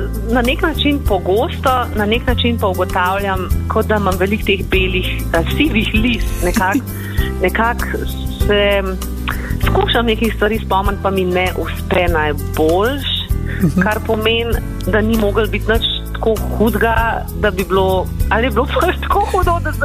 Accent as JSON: {"language": "Slovenian", "town": "Ljubljana", "region": "Central Slovenia", "country": "Slovenia", "tie": "born or raised there", "said": "Torej, rodila sem se v Slovengradu. To pa zato, ker je bila mama tisti dan slučajno na Koroškem, ker je Korošica. Potem, že vse življenje živim v Ljubljani, oče je pa Dolenj."}